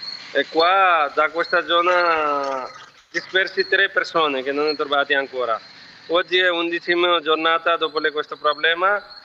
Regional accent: Nepal; Italian is a second language; siamo solo nepalesi

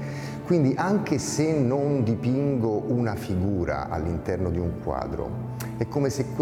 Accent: Rome, Lazio, Italy; È vero che sono romano, ma sono anche non romano

